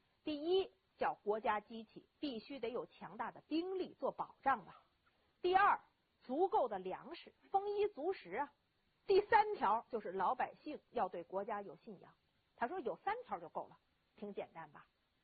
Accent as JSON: {"language": "Chinese", "country": "China"}